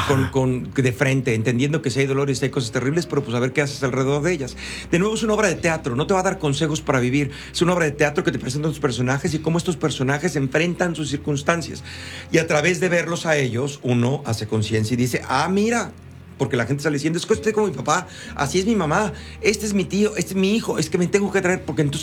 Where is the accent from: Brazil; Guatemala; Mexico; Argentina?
Mexico; O sea, que en mi país, en México, ahorita, estamos en una crisis tremenda.